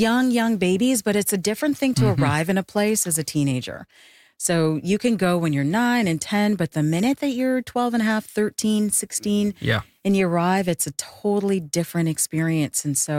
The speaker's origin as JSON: {"language": "English", "country": "Jamaica", "tie": "born or raised there", "moved": "yes", "said": "where I grew up in Jamaica, it's very rural and it has not changed."}